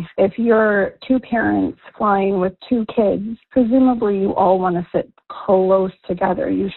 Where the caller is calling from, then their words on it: Arlington Heights, Illinois, United States; I'm calling from Arlington Heights.